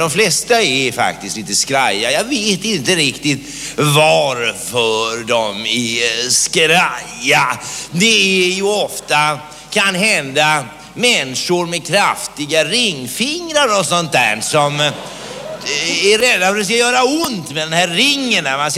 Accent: Istanbul, Turkey; jag är utländsk läkare. Ett utav dem från Turkiet, i alla fall. Jag är från Istanbul, om du känner det staden.

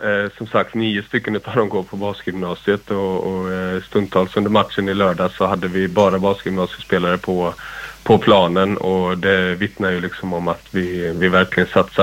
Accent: Malmö, Skåne, Sweden; born there; Jag är ju född i Malmö, brukar jag stoltsera mig trots att inte det hörs på dialekten.

